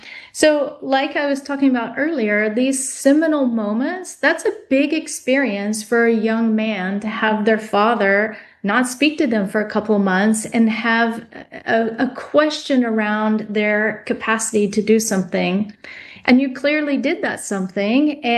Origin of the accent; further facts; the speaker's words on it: Texas, United States; I grew up in Texas and found it.